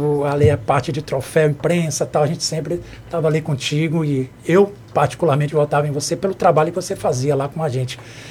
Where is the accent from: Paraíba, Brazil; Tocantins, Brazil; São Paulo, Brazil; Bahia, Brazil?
Bahia, Brazil; Presidente Jânio Quadros; moved away as an adult; now in Salvador, Brazil; eu sou do sertão da Bahia, né? Sou de Presidente Jânio Quadros, nasci, me criei lá, me formei em magistério lá.